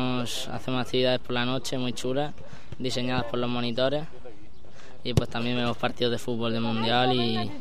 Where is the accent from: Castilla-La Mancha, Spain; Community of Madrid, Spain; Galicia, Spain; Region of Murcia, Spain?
Region of Murcia, Spain; Calasparra; Vengo de Calasparra y pues es mi primer año aquí en el campus